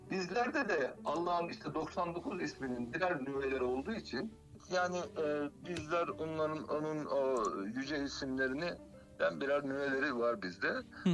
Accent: Sakarya, Turkey; tabii benim memleketim Sakarya gelinim ben.

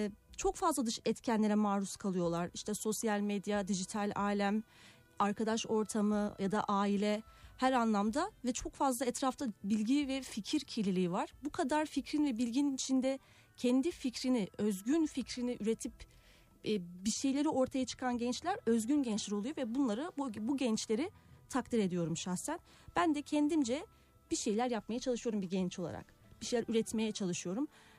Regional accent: Siirt, Siirt Province, Turkey; memleketim Siirt.

